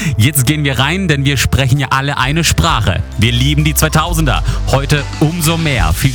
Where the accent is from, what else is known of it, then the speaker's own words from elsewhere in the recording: Baden-Württemberg, Germany; accent: Badisch; Ich bin ja im Badenerland aufgewachsen und ich schwätze badisch.